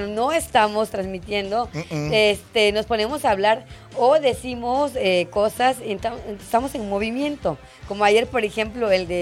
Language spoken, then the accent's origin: Spanish; Mexico